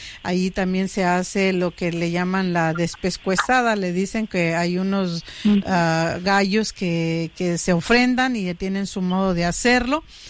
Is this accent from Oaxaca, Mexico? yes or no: yes; San Juan Mixtepec, Oaxaca, Mexico; Pueblo grande, sí, en mi pueblo, en lo que es el municipio San Juan Mixtepec, sí le decimos pueblo grande.